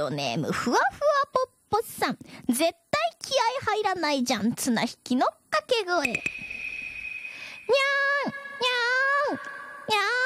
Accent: Miyazaki, Japan; 私もね、宮崎県出身じゃか、一緒に連れてってっつったっちゃけど

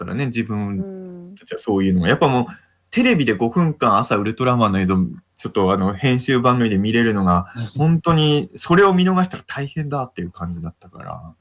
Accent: Ibaraki, Japan; born there; now in Tokyo, Japan

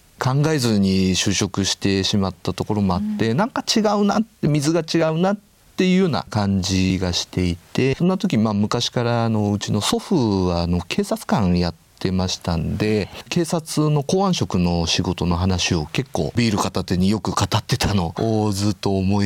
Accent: Bunkyo, Tokyo, Japan; 東京都の文京区になります

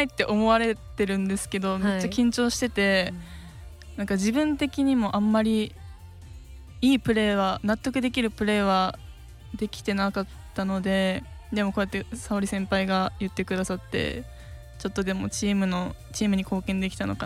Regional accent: Iwate, Japan; moved away as an adult; now in Sendai, Japan; 出身は岩手の方になります。

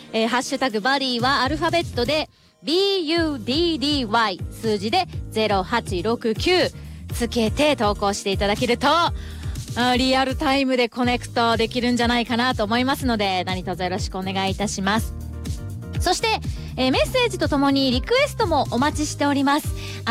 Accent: Okinawa, Japan; moved away; 私沖縄出身なんですけど

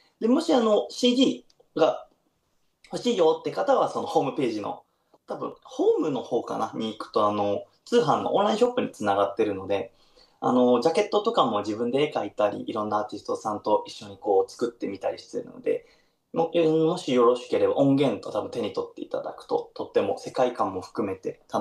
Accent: Niigata, Japan; でも県民としてはやっぱり新潟で育ったものが好きだから、

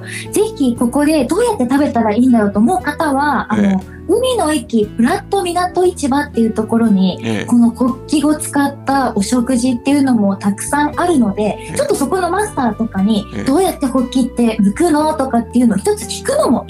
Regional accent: Tomakomai, Hokkaido, Japan; 私たちのこの地元苫小牧市っていうのは、先ほどちょっとこうお伝えもした通り面白い時期にいるのかなというふうに感じています。

